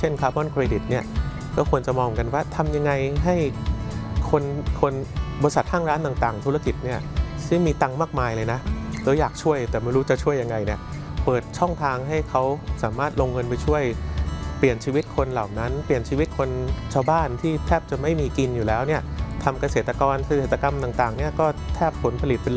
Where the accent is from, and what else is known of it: Bangkok, Thailand